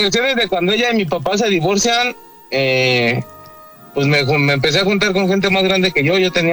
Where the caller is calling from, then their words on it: Mexico City, Mexico; De aquí de Iztapalapa.